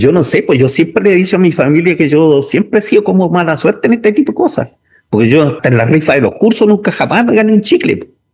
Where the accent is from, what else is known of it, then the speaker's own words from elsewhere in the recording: Chile; yo soy chileno.